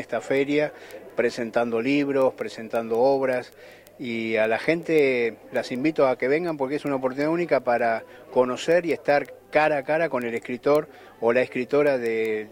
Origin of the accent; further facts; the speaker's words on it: Puerto Santa Cruz, Santa Cruz, Argentina; Yo vengo de Puerto Santa Cruz